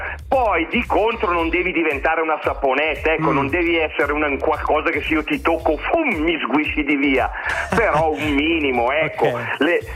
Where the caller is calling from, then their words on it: Como, Lombardy, Italy